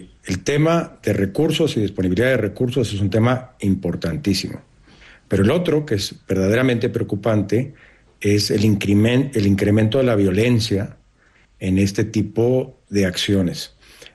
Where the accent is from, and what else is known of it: Mexico